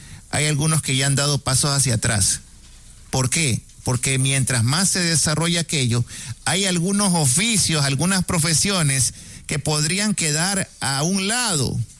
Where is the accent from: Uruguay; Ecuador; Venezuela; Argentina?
Ecuador; nosotros lo vemos, como los ecuatorianos